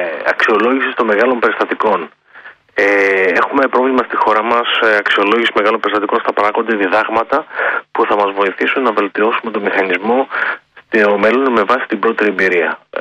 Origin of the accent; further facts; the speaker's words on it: Kalavryta, Western Greece, Greece; κατάγομαι από τα Καλάβρητα.